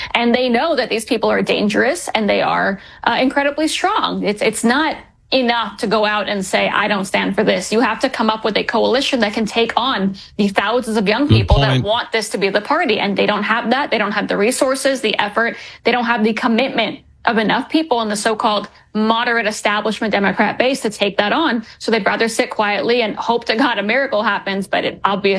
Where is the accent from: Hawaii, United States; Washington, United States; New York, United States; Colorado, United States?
New York, United States; And I'm someone who was born and raised in New York. I adore New York. I love New York. I was in New York on 9/11.